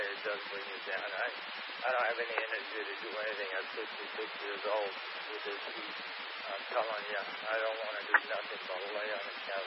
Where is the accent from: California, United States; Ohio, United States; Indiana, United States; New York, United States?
New York, United States; Brooklyn; Listen, I grew up in Brooklyn, and I remember back in the day when these guys would sell this stuff off the back of their trucks and vans and so on.